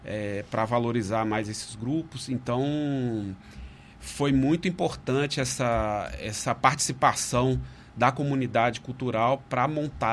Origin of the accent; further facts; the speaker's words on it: Minas Gerais, Brazil; now in Maceió, Brazil; Eu sou de Minas Gerais.